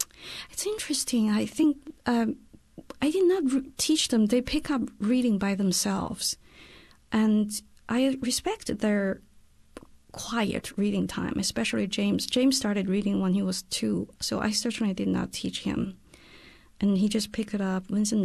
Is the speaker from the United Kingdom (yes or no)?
no; China; So I grew up in China, and for instance, when I was little, all the adults wou